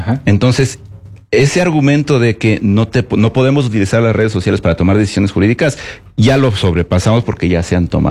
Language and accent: Spanish; Ecuador